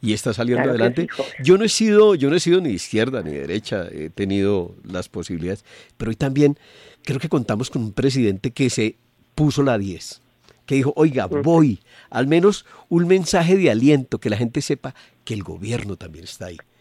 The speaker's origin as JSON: {"language": "Spanish", "country": "Colombia", "said": "Somos Colombia, somos todos muy fuertes"}